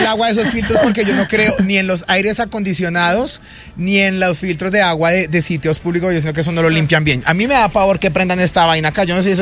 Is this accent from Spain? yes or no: no; Colombia